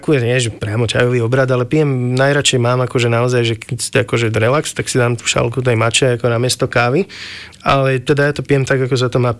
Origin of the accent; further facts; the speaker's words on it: Martin, Žilina Region, Slovakia; lebo ja som v podstate tým, že som vyrastal v Martine